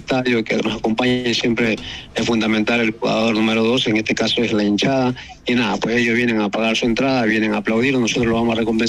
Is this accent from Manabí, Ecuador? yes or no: yes; Pedernales, Manabí, Ecuador; now in Portoviejo, Ecuador; ya llevo mucho tiempo acá, mis padres son de acá, bueno, yo soy de Pernales, pero ya llevo 9 años acá con mi esposa casada